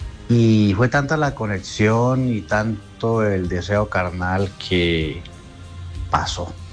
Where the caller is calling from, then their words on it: Cali, Valle del Cauca, Colombia; Yo soy caleño.